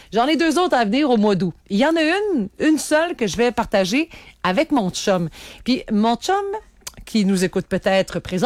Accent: Cap-à-la-Baleine, Quebec, Canada; on reste par chez nous au Cap à Baleine. Je te comprends, mon cher, c'est là que j'ai grandi.

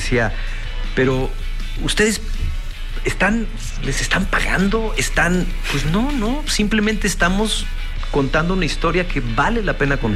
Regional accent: Guadalajara, Jalisco, Mexico; Yo crecí en Guadalajara, una clase media

